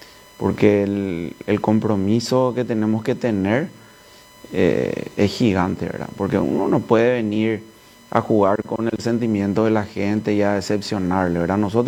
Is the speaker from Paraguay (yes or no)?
yes; Paraguay; El único paraguayo, o sea, en la historia de que soy miembro del Comité Olímpico Internacional.